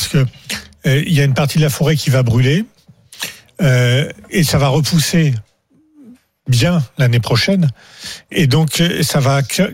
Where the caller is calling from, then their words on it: Nouvelle-Aquitaine, France; Chez moi, en Dordogne, j'habite dans le Périgord vert.